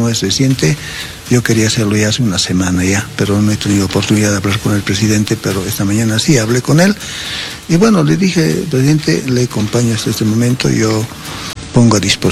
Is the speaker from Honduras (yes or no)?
no; El Alto, La Paz, Bolivia; el Alto La Paz, yo soy del Alto La Paz